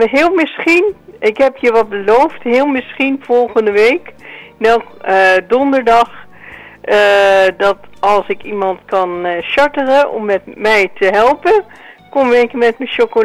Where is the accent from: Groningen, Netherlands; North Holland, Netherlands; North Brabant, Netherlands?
North Holland, Netherlands; Amstelveen; born there; Nee, ik ben in Amstelveen geboren.